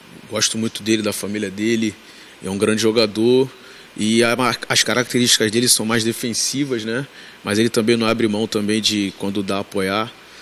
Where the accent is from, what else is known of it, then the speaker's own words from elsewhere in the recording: Rio de Janeiro, Brazil; born there; moved away as an adult; also born or lived in Santa Catarina; now in Belém, Brazil; eu sou carioca, minha filha nasceu em Santa Catarina